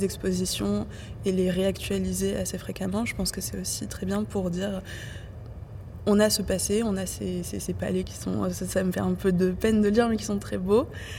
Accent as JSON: {"language": "French", "country": "France", "lives_now": "Belgium", "said": "Mais en tant que Française, on a aussi un passé colonial qui est vraiment très compliqué."}